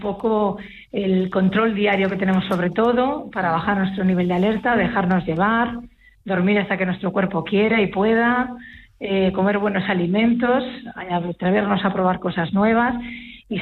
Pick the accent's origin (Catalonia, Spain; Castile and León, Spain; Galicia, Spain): Galicia, Spain; Los gallegos acuden, como gallega que soy, muchos de ellos, los mayores, acuden mucho al programa de balnearios